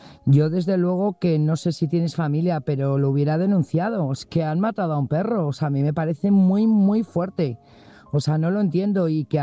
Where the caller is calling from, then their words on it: Burgos, Castile and León, Spain; Buenas noches … corresponsal de Burgos.